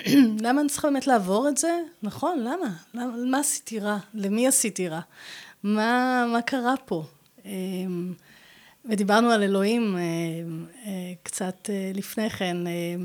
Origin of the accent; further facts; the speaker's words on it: Hadera, Haifa District, Israel; אני באתי מחדרה. זה עיר קטנה מאוד, מאוד לא מפותחת. קטנה, נחמדה, באמת, באתי מבית צנוע מאוד.